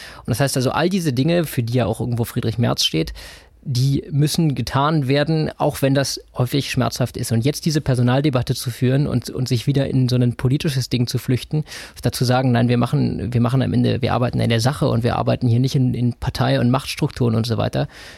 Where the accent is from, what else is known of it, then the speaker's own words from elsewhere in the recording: Brandenburg, Germany; Als Brandenburger kann ich werben, das haben wir gerade in Brandenburg getan.